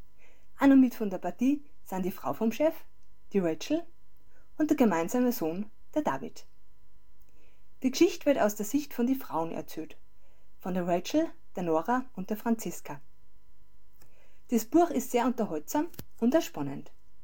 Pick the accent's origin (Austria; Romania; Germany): Austria; St. Wolfgang im Salzkammergut, Upper Austria; now in Strobl, Austria; Seit 2010 wohne ich in Strobe, ursprünglich komme ich aus St. Wolfgang.